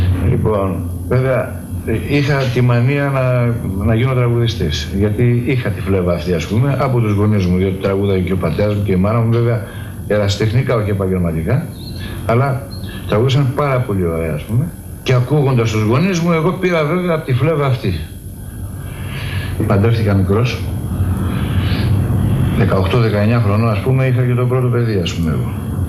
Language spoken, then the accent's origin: Greek; Thessaloniki, Central Macedonia, Greece; Πήγαμε στη Θεσσαλονίκη, εγκατασταθήκαμε εκεί, μεγάλωσα στη Θεσσαλονίκη.